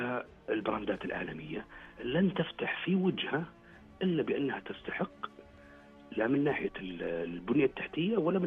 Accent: Riyadh, Riyadh Province, Saudi Arabia; مباريات البوكسينج اللي تصير عندنا بالرياض

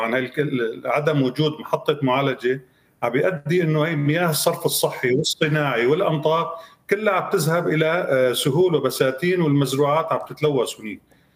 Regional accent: Aleppo, Aleppo Governorate, Syria; عندنا في حلب

